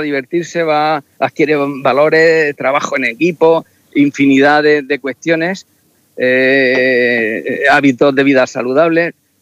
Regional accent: Totana, Region of Murcia, Spain; yo soy de Totana

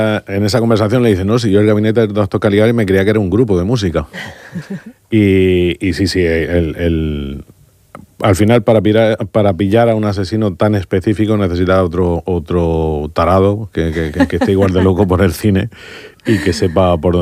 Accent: Mula, Region of Murcia, Spain; Al final yo soy muleño de raíces y de convicción. Y creía que el día del lanzamiento tenía que hacerlo en mi pueblo.

